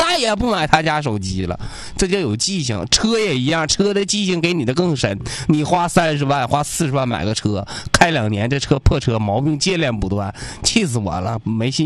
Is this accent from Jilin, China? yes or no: yes; Changchun, Jilin, China; 我希望我们我的家乡啊，我希望我们吉林，我希望我们长春